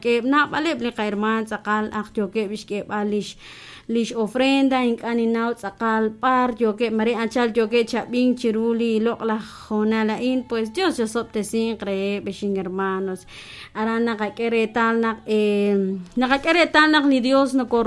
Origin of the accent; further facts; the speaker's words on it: Tucurú, Alta Verapaz, Guatemala; now in Quetzaltenango, Guatemala; Buenas noches, hermana. Saludo desde Quetzaltenango, soy de Tucurucha.